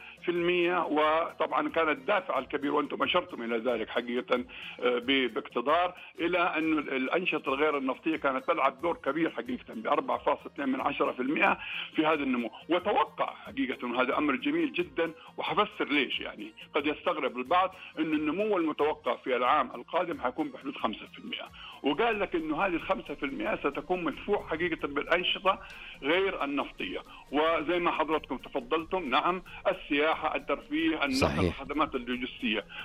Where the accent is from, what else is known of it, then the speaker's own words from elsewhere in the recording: Saudi Arabia; نحن عندنا في السعودية هنا